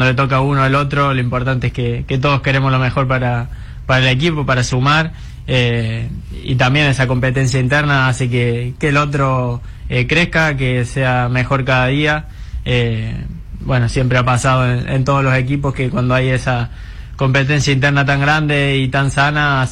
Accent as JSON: {"language": "Spanish", "country": "Argentina", "said": "Bueno, como argentino siempre la ilusión está y siempre pensamos en ser campeones"}